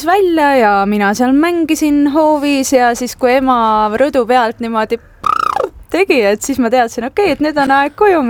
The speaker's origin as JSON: {"language": "Estonian", "town": "Tallinn", "region": "Harju County", "country": "Estonia", "tie": "born or raised there", "said": "No mina sündisin Tallinnas ja kogu mul lapsepõlve veetsin ma Tallinnas ja kasvasin üles siin ja ikka elan veel siin."}